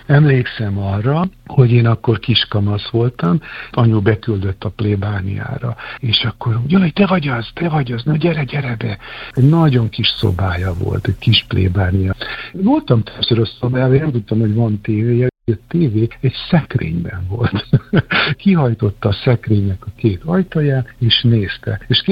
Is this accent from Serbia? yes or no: yes; Vojvodina, Serbia; Jugoszláviában 90-es években lettem ugye kamasz, akkor háború volt